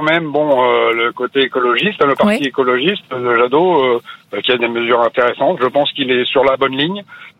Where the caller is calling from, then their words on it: Chartres, Centre-Val de Loire, France; De Chartres.